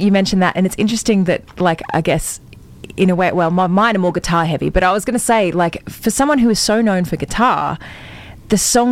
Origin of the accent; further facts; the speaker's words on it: Australia; moved away; being an Aussie growing up in the same town